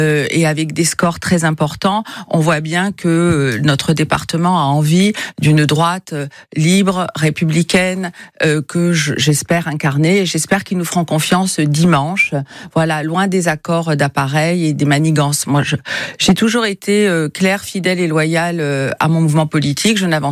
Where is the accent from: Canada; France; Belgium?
France; en tant que Française et catholique.